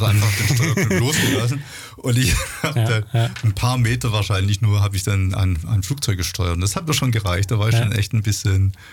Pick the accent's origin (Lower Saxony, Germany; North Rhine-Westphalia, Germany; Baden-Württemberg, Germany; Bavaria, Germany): Baden-Württemberg, Germany; Rottenburg; Ich komme aus der Ecke Rottenburg.